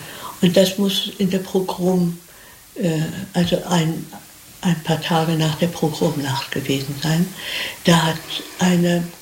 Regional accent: Germany

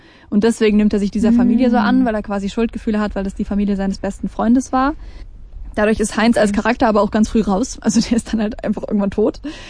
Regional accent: Germany; dass mich Bürokratie als Deutsche, wo man eigentlich dran gewöhnt sein müsste, unfassbar stört

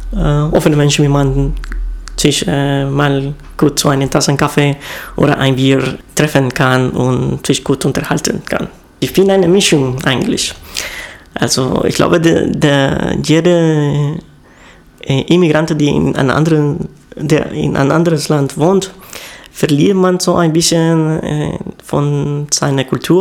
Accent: Honduras; now in Germany; wenn ich zurück nach Honduras gehe oder fliege, dann sehe ich, dass ich fühle mich nicht so ganz wie ein Honduraner. Aber natürlich hier in Deutschland, ich bin auch kein Deutscher. Daher ist es eine Mischung.

